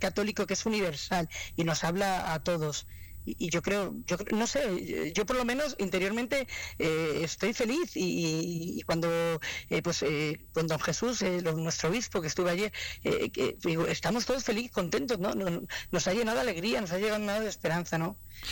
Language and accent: Spanish; Cuenca, Castilla-La Mancha, Spain; moved away as an adult; now in Segovia, Spain; yo no soy de Segovia, llevo 14 años en Segovia, sí. Yo soy Cuenca, pero como segoviana